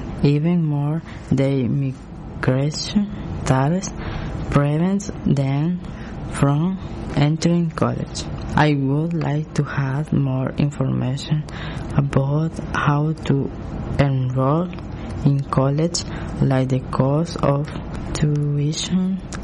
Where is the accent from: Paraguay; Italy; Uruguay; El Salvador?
El Salvador; soy de El Salvador, tengo 17 años.